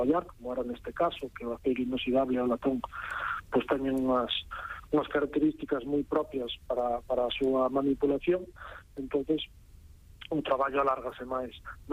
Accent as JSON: {"language": "Galician", "town": "Santipián", "region": "Galicia", "country": "Spain", "said": "foi un dos que fixen aquí na miña terra, en Santipián, na Mariña."}